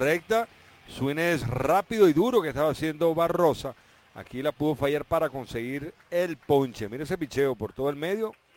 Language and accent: Spanish; Ciudad Guayana, Bolívar, Venezuela; moved away; de Puerto Ordaz, San Félix, de donde yo vengo